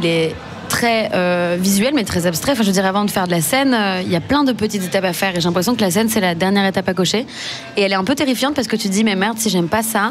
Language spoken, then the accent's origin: French; France; Je suis française de base.